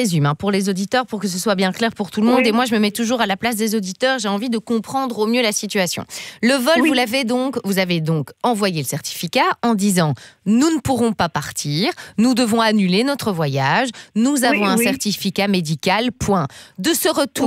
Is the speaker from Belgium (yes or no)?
yes; Gerpinnes, Wallonia, Belgium; also born or lived in Charleroi; j'ai grandi à Gerpine, donc on est presque voisines.